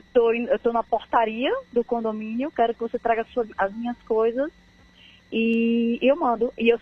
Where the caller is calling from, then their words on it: Bahia, Brazil; que eu sou baiana, sou da Bahia